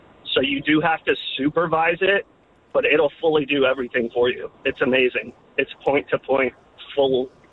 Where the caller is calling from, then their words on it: Silver Spring, Maryland, United States; Calling you from Silver Spring.